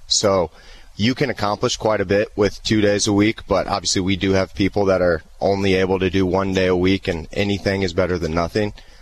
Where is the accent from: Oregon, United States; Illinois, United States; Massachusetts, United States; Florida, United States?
Illinois, United States; Sherman; now in Springfield, United States; Yeah, born and raised in Sherman. Went to Louisville High School.